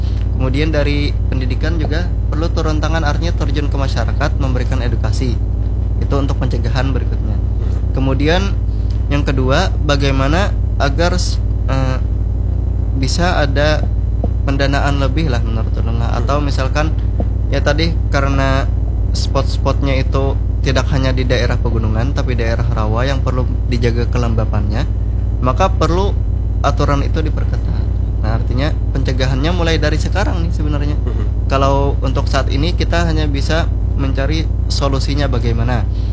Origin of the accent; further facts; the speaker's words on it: South Kalimantan, Indonesia; kita orang Banjar lah.